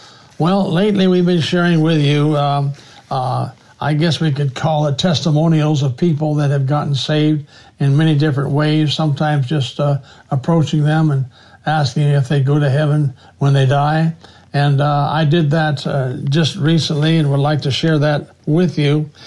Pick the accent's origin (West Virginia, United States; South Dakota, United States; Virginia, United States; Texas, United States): South Dakota, United States; also born or lived in Ohio; told him I was a preacher from South Dakota and lived in Ohio